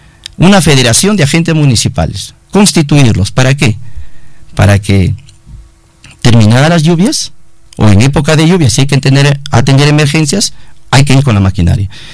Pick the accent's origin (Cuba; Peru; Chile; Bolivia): Peru; Otuzco, La Libertad